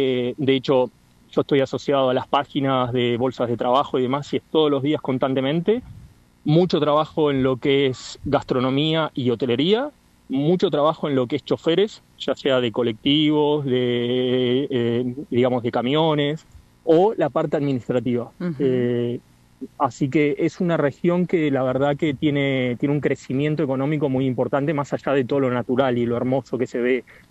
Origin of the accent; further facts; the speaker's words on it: Argentina; nosotros como argentinos